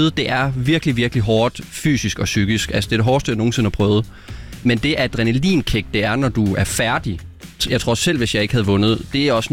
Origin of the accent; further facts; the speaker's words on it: Viborg, Central Denmark Region, Denmark; now in Copenhagen, Denmark; København, og 10 år i, og så før det 10 år i Viborg.